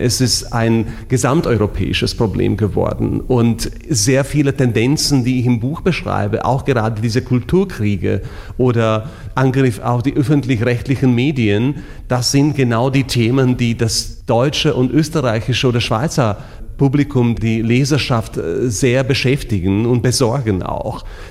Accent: Slovakia

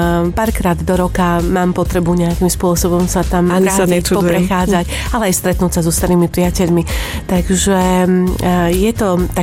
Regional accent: Michalovce, Košice Region, Slovakia; moved away; že som vyrastala na Šírave. Ja som rodáčka z Michaloviec, takže naozaj celé detstvo aj mladosť som strávila na Šírave a na nedalekom Vinianskom jazere a tamojších lesoch a viniciach.

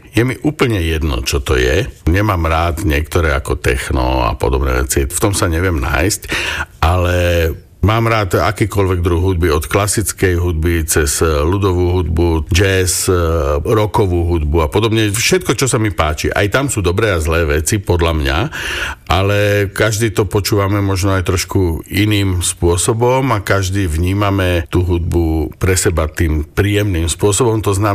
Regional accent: Bratislava, Bratislava Region, Slovakia; Áno, som rodák z Bratislavy. Mám k tomuto mestu naozaj, by som povedal, aj citový vzťah.

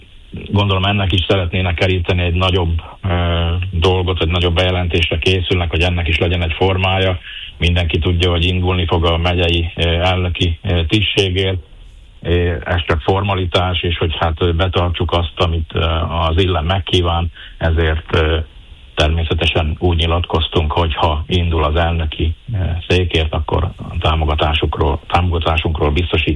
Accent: Felvidék, Slovakia; felvidéki magyarként és magyar polgármesterként, magyar emberként

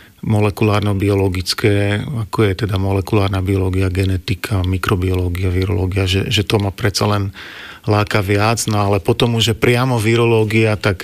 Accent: Malacky, Bratislava Region, Slovakia; accent: Záhorie dialect; first language Záhorie dialect; also born or lived in Berlin; dá sa tak povedať, že som vlastne rodák a keďže je to taká výhodná poloha vzhľadom k Bratislave, tak vlastne nie je problém dochádzať do Bratislavy, takže som nikdy nemal vlastne potrebu sa odsťahovať alebo presťahovať do Bratislavy.

